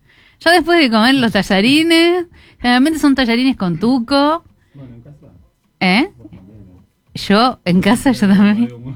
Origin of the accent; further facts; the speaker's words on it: Montevideo, Uruguay; yo soy montevideana, pero toda la familia de mi mamá es de Florida.